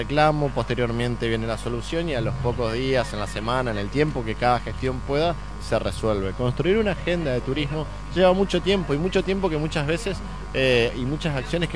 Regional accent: Mocoretá, Corrientes, Argentina; soy casi que un curuzucuateño adoptivo en una disputa con mi pueblo mocretaense, pero lo cierto que tengo mi familia formada acá en Curuzú

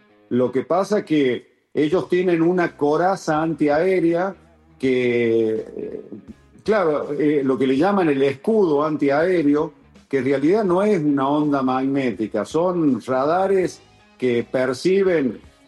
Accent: Argentina

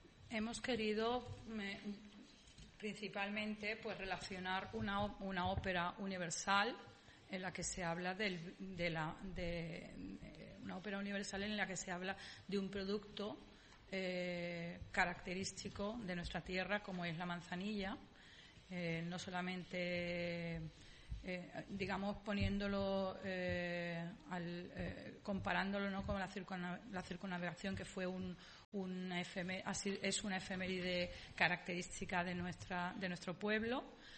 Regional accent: Andalusia, Spain; Somos los andaluces, nos gusta la libertad, nos gusta vivir la vida con alegría.

